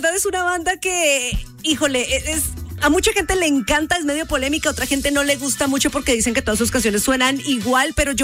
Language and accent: Spanish; Colombia; Yo dije, somos colombianos, estamos